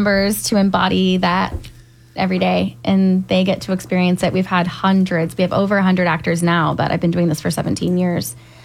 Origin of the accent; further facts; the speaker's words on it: California, United States; moved away as an adult; now in Ohio, United States; I'm from California. And then we moved out to Ohio 4 years ago in 2022.